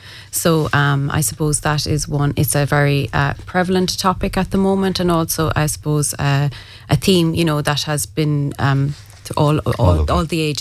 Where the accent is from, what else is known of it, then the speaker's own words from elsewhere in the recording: Germany; Tommy, so I'm from Germany.